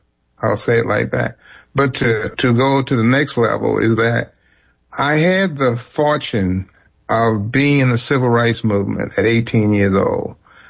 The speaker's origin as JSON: {"language": "English", "town": "New Orleans", "region": "Louisiana", "country": "United States", "tie": "born or raised there", "said": "growing up in the Magnolia Project around the Dewdrop"}